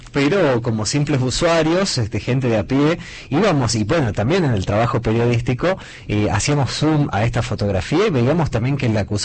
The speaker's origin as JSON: {"language": "Spanish", "region": "Tucumán", "country": "Argentina", "said": "Nosotros tenemos en nuestra historia como tucumanos malas experiencias con los autos de alquiler"}